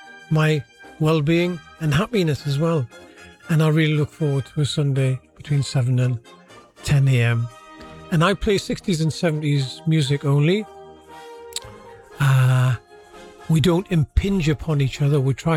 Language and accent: English; Newcastle upon Tyne, North East England, United Kingdom; accent: Geordie; the …, born and bred in Newcastle upon Tyne.